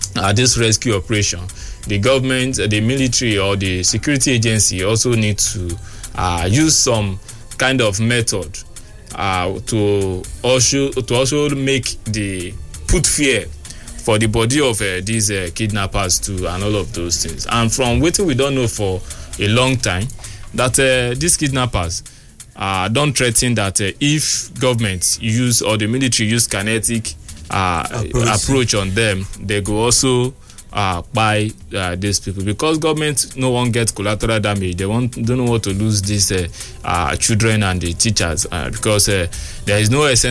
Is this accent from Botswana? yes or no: yes; Botswana; I come from Botswana.